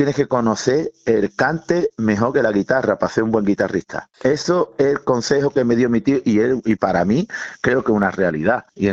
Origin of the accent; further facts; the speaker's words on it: Belén, Málaga, Andalusia, Spain; Yo soy de Belén, Málaga.